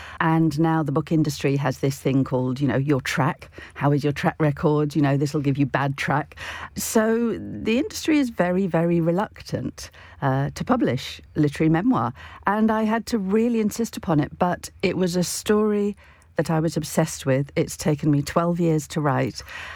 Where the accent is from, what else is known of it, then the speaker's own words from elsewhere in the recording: Melton Mowbray, East Midlands, United Kingdom; born there; Yes, I was born in Melton Mowbray, which is famous mostly, in fact, only, for the pork pies.